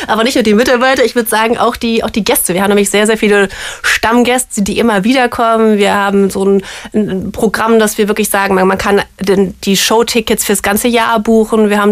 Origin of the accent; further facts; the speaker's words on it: Bonn, North Rhine-Westphalia, Germany; ich bin selber auch Rheinländerin, so Urbonnerin.